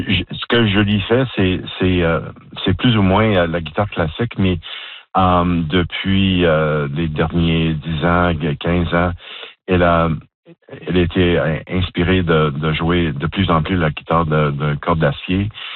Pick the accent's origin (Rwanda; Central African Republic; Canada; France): Canada; Montreal, Quebec; depuis mon enfance à Montréal